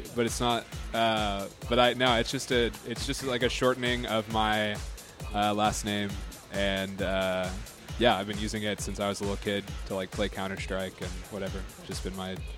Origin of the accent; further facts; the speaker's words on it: Oklahoma, United States; now in Detroit, United States; We're both from Oklahoma, and the electronic music scene there is small, to say the least.